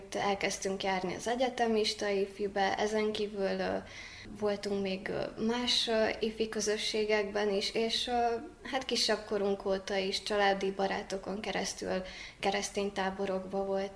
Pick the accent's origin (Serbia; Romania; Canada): Romania; Sic, Cluj County; moved away as an adult; now in Cluj-Napoca, Romania; Én Széken nőttem fel, édesapám és édesanyám helyiek, és egy keresztény családba nevelkedtem. Édesapám lelkész a településen